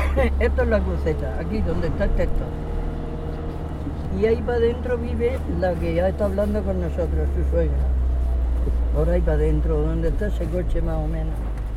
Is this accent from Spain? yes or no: yes; Rincón, Spain; Yo soy de Rincón, yo soy de Rincón.